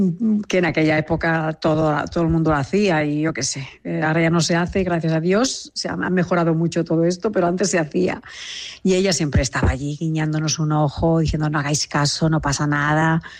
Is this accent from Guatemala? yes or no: no; Catalonia, Spain; porque soy catalana